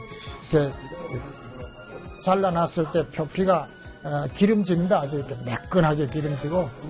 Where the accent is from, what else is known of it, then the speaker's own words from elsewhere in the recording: Gangneung, Gangwon, South Korea; 저는 우리 내 고향 초당두부가 최고라고 생각합니다.